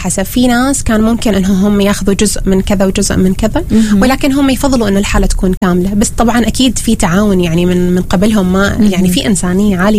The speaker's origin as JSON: {"language": "Arabic", "country": "Oman", "said": "إحنا عندنا في عمان عمليات الجراحة الفك جراحة الوجه والفكين"}